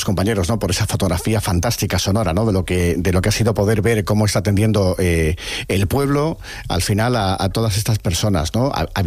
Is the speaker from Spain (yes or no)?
yes; Spain